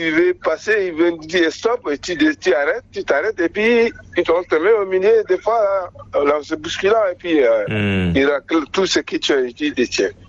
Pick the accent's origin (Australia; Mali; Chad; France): Chad; N'Djamena; Nous sommes particulièrement à Dembe, je suis natif de Dembe.